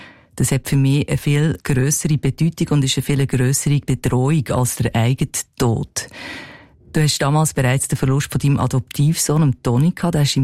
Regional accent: Switzerland; wenn man als Schweizer unterwegs ist, oder? Man hat immer das Gefühl, wir sind halt so, ja, schaut ein bisschen die Schweiz, oder?

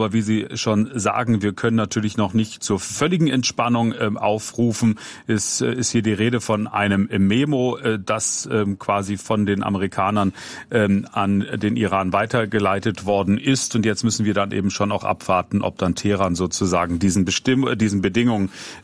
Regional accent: Switzerland; now in United States; Also als Schweizer könnte man da sagen, Gott, ist das billig in den Vereinigten Staaten zu tanken

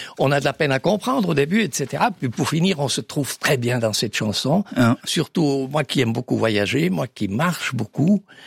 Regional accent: Switzerland; chez nous en Suisse

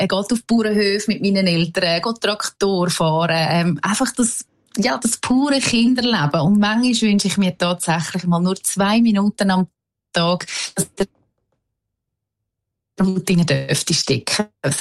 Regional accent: Benken, Switzerland; ich bin in Benken aufgewachsen, in meinem kleinen Dorf

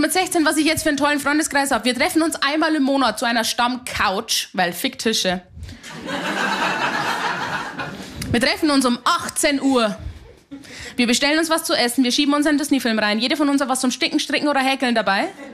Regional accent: Haunersdorf, Bavaria, Germany; Ich bin aus einem sehr, sehr kleinen Ort in Niederbayern. Ich bin aus Haunersdorf bei Simbach, bei Landau an der Isar.

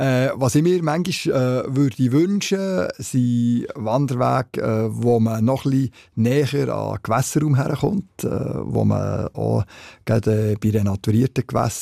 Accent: Switzerland; Und bei uns in der Schweiz geht es, mit Ausnahme vom Gipfel, geht es immer weiter

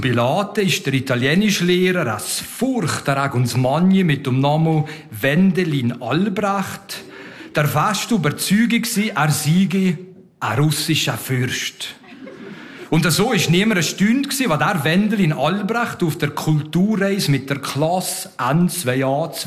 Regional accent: Leuk, Valais, Switzerland; moved away as an adult; also born or lived in United States; now in Canton of Bern, Switzerland; Ich bin aufgewachsen im Kanton Wallis in Leuk. Das ist im Tal, nicht weit von Leukerbad entfernt. Da bin ich aufgewachsen, 20 Jahre da gewohnt und gelebt. Bin nachher ein paar Jahre nach Amerika gegangen

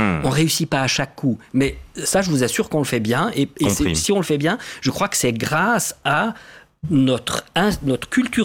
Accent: Switzerland; c'est parce qu'on est suisse.

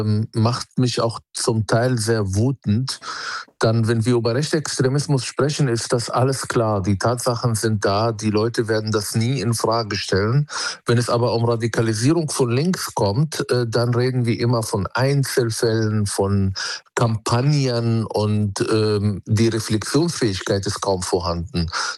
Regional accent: Israel; auch vor allem als Palästinenser, als Israeli.

